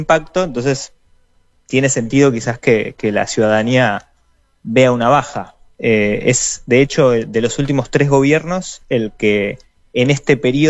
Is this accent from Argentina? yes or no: yes; Berazategui, Buenos Aires Province, Argentina; born there; Yo soy nacido en Buenos Aires, pero en provincia de Buenos Aires, en una localidad más bien chica que se llama Berazategui.